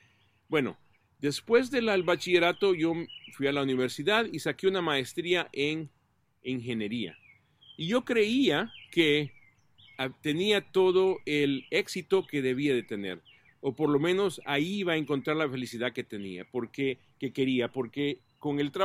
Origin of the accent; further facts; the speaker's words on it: El Salvador; moved away; nosotros, mis papás muy católicos, vinimos de El Salvador hace más de 40 años